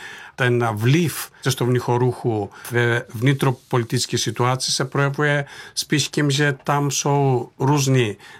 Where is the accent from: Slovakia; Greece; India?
Greece; Thessaly; now in Czech Republic; když jsem odcházel z Měchom města, který se nachází uprostřed nejúrodnější oblasti Řecka, je to region Tesálie, tak to město mělo přes 6 tisíc obyvatel